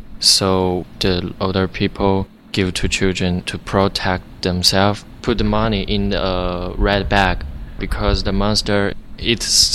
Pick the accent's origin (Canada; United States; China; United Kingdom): China; English is a second language; I'm from China, and I'm in Berkshire High School. I'm 10th grade.